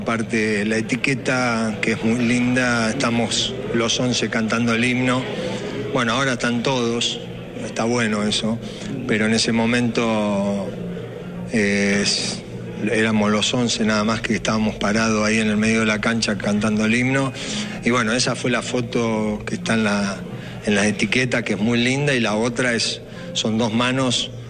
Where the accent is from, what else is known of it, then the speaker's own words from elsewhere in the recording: Corral de Bustos, Córdoba, Argentina; A decir a mí que soy de Corral de Busto.